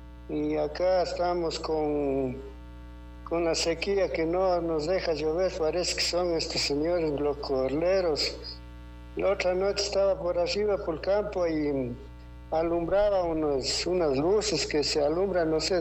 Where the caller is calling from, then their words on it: Pujilí, Cotopaxi, Ecuador; Yo llamo de aquí, de Pujilis